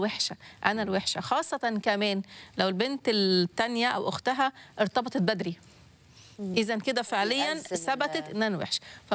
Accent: Egypt; الشرق الأوسط بالذات اللي عندنا في مصر

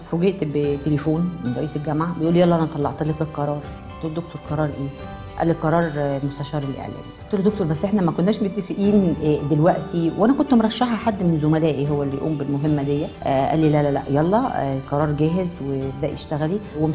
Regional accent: Minya, Minya Governorate, Egypt; moved away; لان انا جاية من المنيا يعني مش من القاهرة

